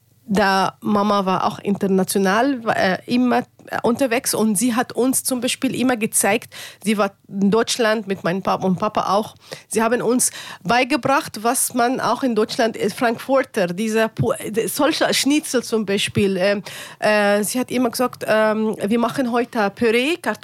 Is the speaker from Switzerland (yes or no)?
no; Alexandria, Alexandria Governorate, Egypt; German is a second language; moved away; ich komme ursprünglich aus Alexandria